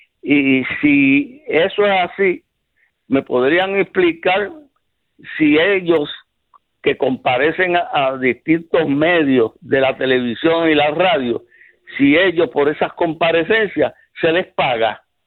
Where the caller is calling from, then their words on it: San Juan, Puerto Rico; de Río Piedra.